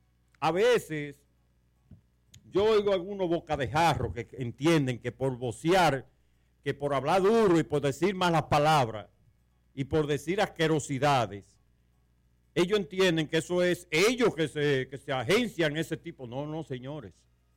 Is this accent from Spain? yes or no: no; Dominican Republic; para que los dominicanos hoy podamos gozar de libertades.